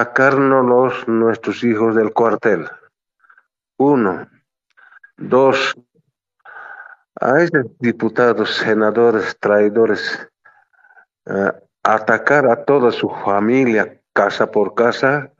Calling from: Cochabamba, Bolivia; aquí en Cochabamba

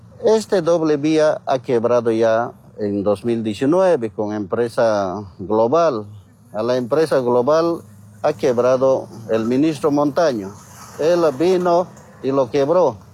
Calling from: Cochabamba, Bolivia; estamos como cochabambinos

